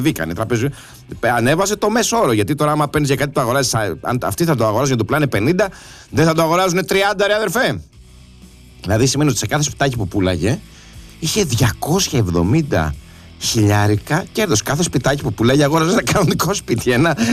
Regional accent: Greece; σαν Έλληνας

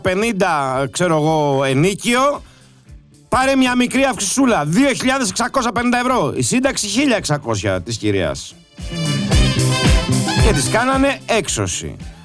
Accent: Patras, Western Greece, Greece; να τους κεράσω λουκουμάκι και τέντουρα παραγωγή από την πατρίδα μου, την Πάτρα.

